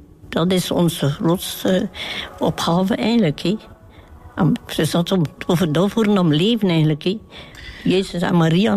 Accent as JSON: {"language": "Dutch", "town": "Nieuwpoort", "region": "Flanders", "country": "Belgium", "lives_now": "Kortemark, Belgium", "said": "Van aan de kust, van Niepoort ben ik."}